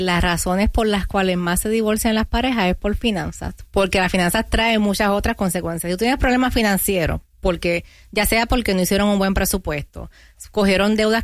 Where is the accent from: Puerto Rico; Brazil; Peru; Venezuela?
Puerto Rico; Ya que soy boricua, vamos a hablar de la isla